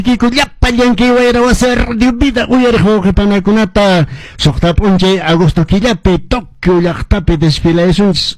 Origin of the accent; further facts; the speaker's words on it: Cusco, Peru; Canas, yo soy de Canas